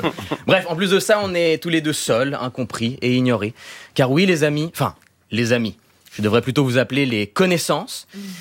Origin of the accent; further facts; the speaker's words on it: Switzerland; je lui file un billet de 50 euros car je suis suisse.